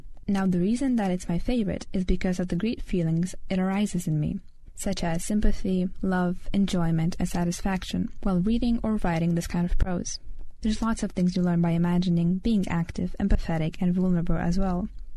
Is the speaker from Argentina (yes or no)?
no; Lithuania; English is a second language